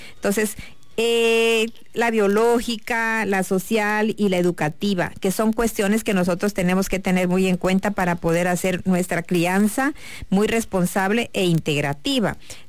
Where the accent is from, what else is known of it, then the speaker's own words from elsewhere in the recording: Tabasco, Mexico; somos como una familia tabasqueña